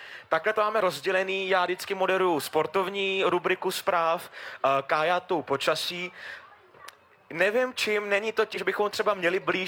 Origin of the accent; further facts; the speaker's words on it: Brno, South Moravian Region, Czechia; ale já jako rodák z Brna.